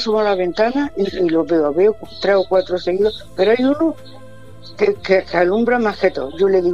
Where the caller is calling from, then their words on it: Granada, Andalusia, Spain; de la Plaza de Gracia. Del mismo Granada.